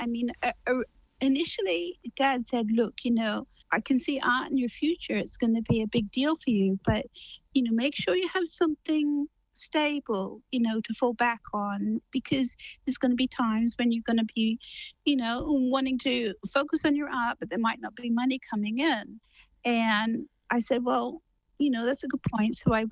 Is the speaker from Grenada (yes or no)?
no; Australia; I'm an Australian. I know nothing.